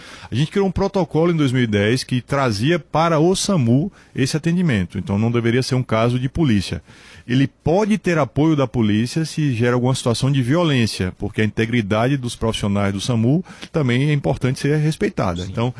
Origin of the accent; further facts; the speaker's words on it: Bahia, Brazil; now in Recife, Brazil; Eu fico tranquilo para falar isso porque eu sou baiano, tá? Então eu não sou pernambucano.